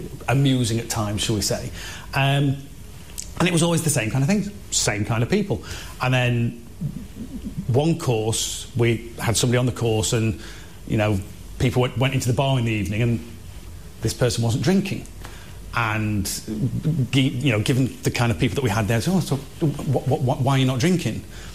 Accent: Sheffield, Yorkshire and the Humber, United Kingdom; moved away as an adult; now in Wakefield, United Kingdom; English through and through, England born and bred. I was born and raised in Sheffield. I live in Wakefield in West Yorkshire now. But yes, yeah, as English as I think you can get. I'm of a Christian background, Church of England.

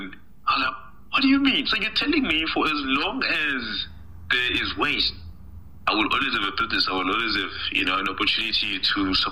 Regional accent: Johannesburg, Gauteng, South Africa; growing up in the township. I'll tell you this, growing up in Soweto back then

